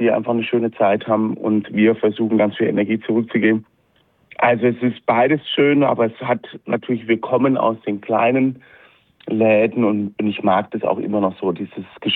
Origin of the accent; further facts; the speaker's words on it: West Germany, Germany; ich überhaupt als Wessi